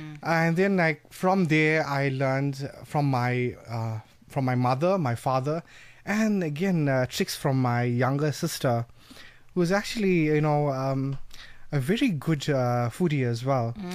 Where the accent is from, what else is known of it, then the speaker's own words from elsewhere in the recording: Durban, KwaZulu-Natal, South Africa; born and brought up in Durban.